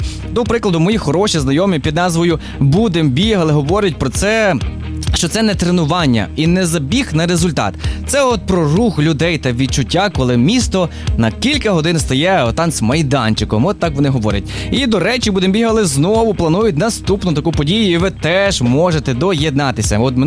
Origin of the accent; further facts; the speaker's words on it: Ivano-Frankivsk, Ivano-Frankivsk Oblast, Ukraine; А ви взагалі помітили, як у нашому рідному містечку Івано-Франківське